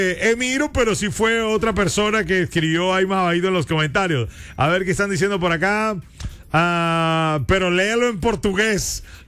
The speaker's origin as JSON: {"language": "Spanish", "country": "Colombia", "said": "¿O usted cree que a uno como colombiano lo tratan chévere en otro país así porque sí?"}